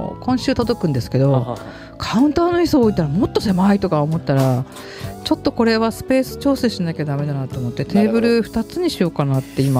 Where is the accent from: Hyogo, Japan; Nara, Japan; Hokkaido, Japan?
Hokkaido, Japan; Sapporo; 札幌のそれこそ私の地元というか麻布駅も